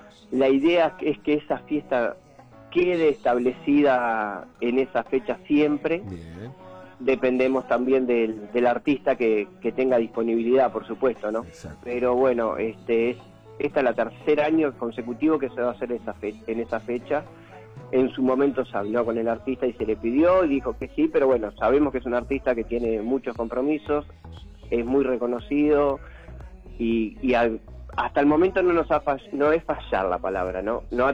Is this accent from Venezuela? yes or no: no; Atlántida, Canelones, Uruguay; porque somos de Atlántida